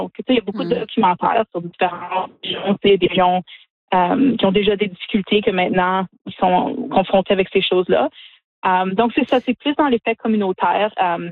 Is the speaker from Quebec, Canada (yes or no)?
no; Sudbury, Ontario, Canada; nous, on vient de Sudbury. Donc, c'est une ville minière où on paye encore le prix pour certaines des choses qui sont passées dans le passé.